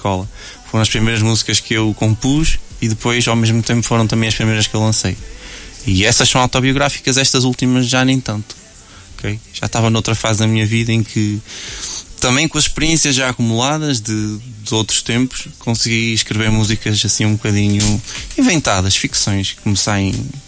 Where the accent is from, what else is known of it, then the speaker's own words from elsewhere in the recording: Cinfães, Norte, Portugal; moved away; also born or lived in Santarém; também mudei de vida, de Santarém para Sinfãs, minha terra natal.